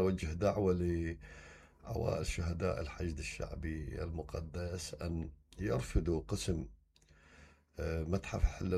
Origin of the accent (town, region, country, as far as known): Iraq